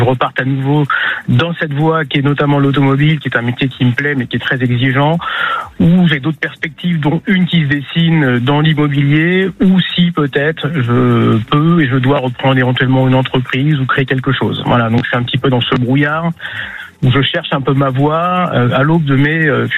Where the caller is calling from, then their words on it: Nouvelle-Aquitaine, France; j'appelle de Gironde.